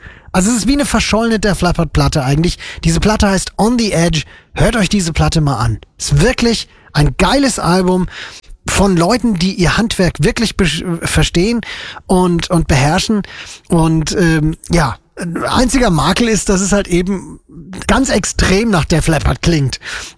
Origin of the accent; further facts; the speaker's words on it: Fulda, Hesse, Germany; Kommt vorbei, wir spielen im Juni in Fulda auf dem Domplatz meiner Heimatstadt.